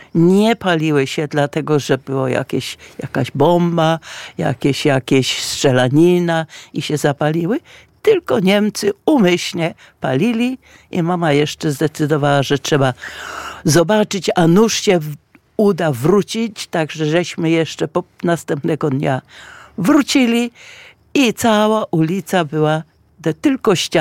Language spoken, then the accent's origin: Polish; Warsaw, Masovian Voivodeship, Poland; moved away; Ja jestem warszawianką, urodziłam się na Zadybie. Powstanie przeżyłam w Warszawie, no i oczywiście koleje losu, tak jak wielu innych, nie pozwoliły nam mieszkać w Warszawie.